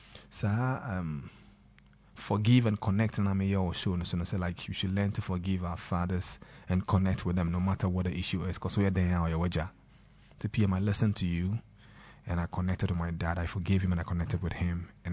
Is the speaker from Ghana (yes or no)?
yes; Kumasi, Ashanti, Ghana; moved away; Anytime I go to my hometown, Santia Fijase, that's my father's side, but my mother's side is at Santia Chim. And it's because of my daddy, we stayed at Fijase. That is where we stayed.